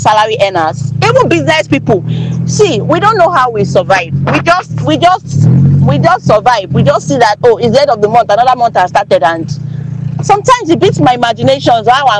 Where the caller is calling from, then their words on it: Nigeria; I don't know how I've been able to combine being a Nigerian and a Man U fan.